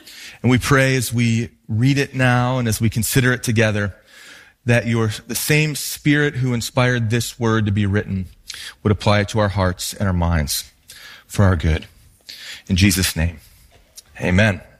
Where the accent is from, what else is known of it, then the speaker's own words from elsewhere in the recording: Minnesota, United States; Growing up in Minnesota, where hockey is the king of sports